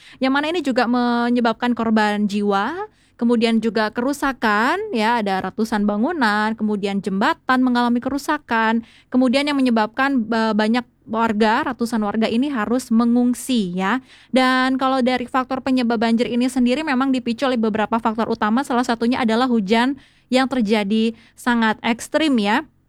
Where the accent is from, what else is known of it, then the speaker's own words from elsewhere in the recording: Bali, Indonesia; sebagai warga Bali